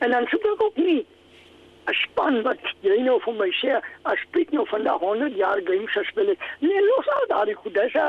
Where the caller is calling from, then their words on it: Walvis Bay, Erongo, Namibia; Ons is nie daar van die boeg nie, ons is van Walvis